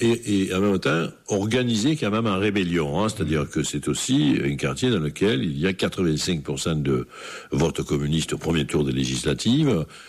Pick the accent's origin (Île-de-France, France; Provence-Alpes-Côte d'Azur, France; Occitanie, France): Provence-Alpes-Côte d'Azur, France; Marseille; born or raised there